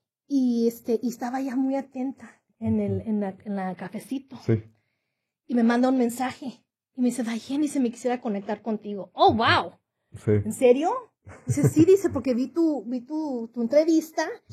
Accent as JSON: {"language": "Spanish", "town": "Chicago", "region": "Illinois", "country": "United States", "tie": "born there", "said": "porque yo soy mexicana. Yo nací en Estados Unidos, en Chicago. Hace un año me hice doble ciudadano."}